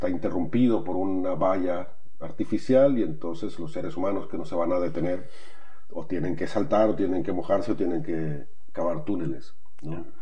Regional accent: Culiacán, Sinaloa, Mexico; Culiacán, que es la ciudad donde yo nací y crecí

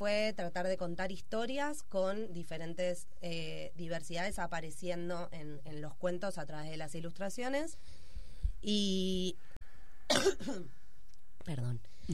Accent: Argentina; now in Spain; yo vengo de Argentina, claramente me escuchan y se dan cuenta, en Argentina nos saludamos con un beso y un abrazo muy sentido, ¿no? Y cuando yo me vine a vivir aquí

